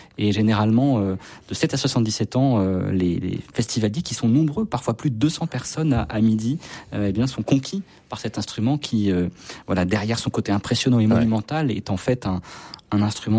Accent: Auvergne-Rhône-Alpes, France; J'ai une partie de ma famille qui vient du plateau de Manza, mais pour moi, je suis plutôt du Bourbonnais.

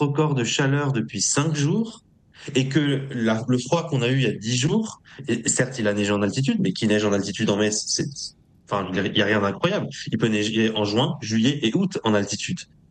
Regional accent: Montpellier, Occitanie, France; Par exemple, chez nous, à Montpellier, cette année, on a commencé à entendre certaines espèces de cigales.

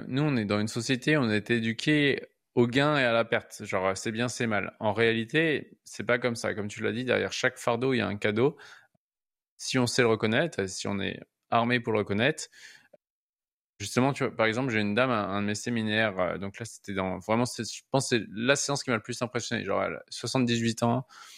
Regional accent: France; chez nous, en France

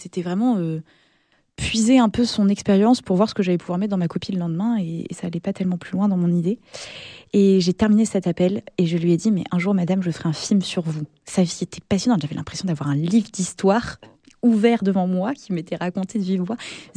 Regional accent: Pays de la Loire, France; also born or lived in Normandy; now in Angers, France; Je suis née en Normandie. Je pense que c'est ce qui m'a donné mon appétence pour l'histoire. Mais j'ai grandi effectivement en Vendée.

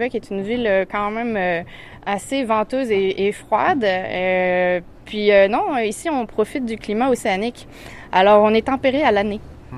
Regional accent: Tulle, Nouvelle-Aquitaine, France; born there; Mais oui, je suis née à Tulle.

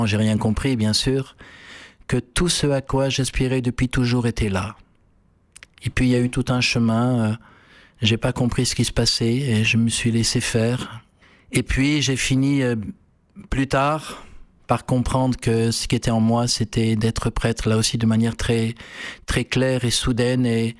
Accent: Bordeaux, Nouvelle-Aquitaine, France; born there; je suis né à Bordeaux, dans la région de Bordeaux, d'une famille catholique pratiquante.

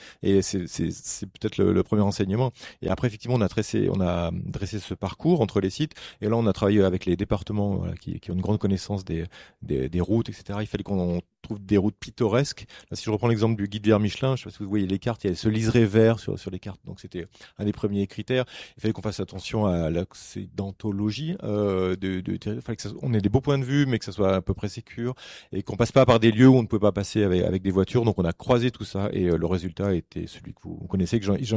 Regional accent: Auvergne-Rhône-Alpes, France; Ça n'a aucun effet direct sur le choix, mais moi je suis originaire de l'Allier, donc je connais bien ce site

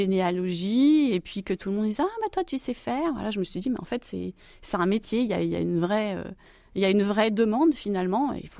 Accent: Mayenne, Pays de la Loire, France; je suis originaire de la Mayenne

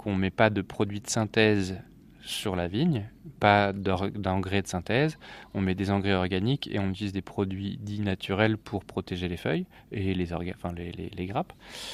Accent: Normandy, France; Ça, je suis normand.

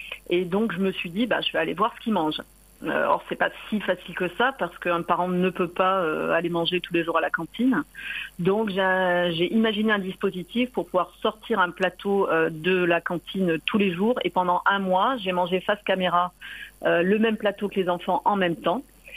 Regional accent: Marseille, Provence-Alpes-Côte d'Azur, France; je suis marseillaise. Je vis à Marseille.

